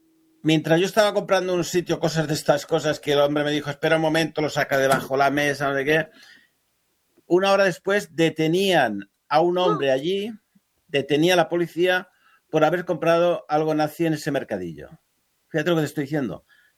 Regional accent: Spain; Tú vas a las librerías anticuarias y si dices, bueno, es que soy español, me interesa el tema, es cuando te abren el cuarto oscuro abajo.

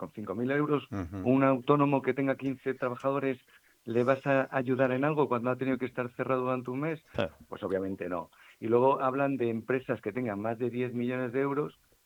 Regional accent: Madrid, Community of Madrid, Spain; now in Ceuta, Spain; Yo soy de Madrid y hace 26 años vine aquí por primera vez y me enamoré del destino.

